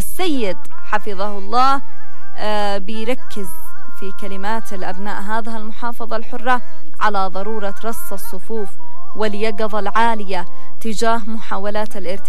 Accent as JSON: {"language": "Arabic", "country": "Yemen", "said": "وإحنا أبناء اليمن قد عندنا خبرة في صوت الغارات السعودية"}